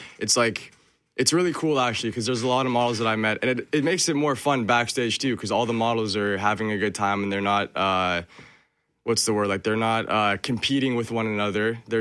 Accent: Winnipeg, Manitoba, Canada; And coming from Winnipeg, on my mom's side, I'm Filipino and Slovenian. And then on my dad's side, white, British Canadian, I guess.

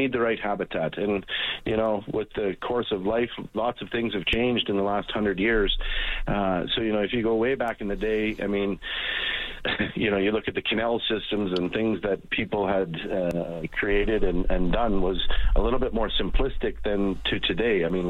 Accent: Lethbridge, Alberta, Canada; I grew up in Lethbridge, Alberta, so I wasn't very far from Tabor, which is well known for pheasants.

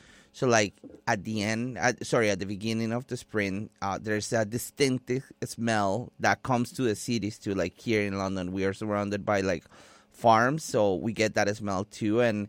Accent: Colombia; now in Canada; so I'm not originally from here. People know that I'm from Colombia. And if you don't know, well, now you know.

